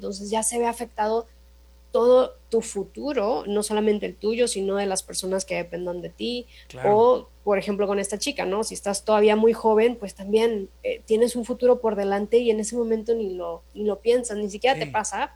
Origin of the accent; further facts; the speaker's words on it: Mexico; como mexicanos no nos derrumbamos tanto al 100%